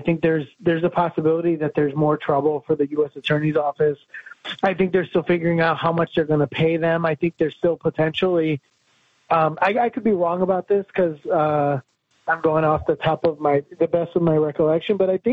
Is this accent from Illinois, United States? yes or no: yes; Chicago, Illinois, United States; also born or lived in Phoenix, Arizona; I'm born and raised in Chicago, obviously